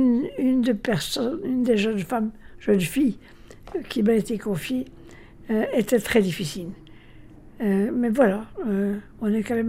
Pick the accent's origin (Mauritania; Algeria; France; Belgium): Belgium; Charleroi, Wallonia; je suis née à Charleroi et j'y étais. Je vivais à Charleroi.